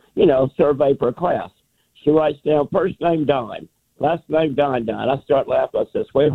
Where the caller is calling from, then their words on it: Homewood, Alabama, United States; Homewood, Alabama.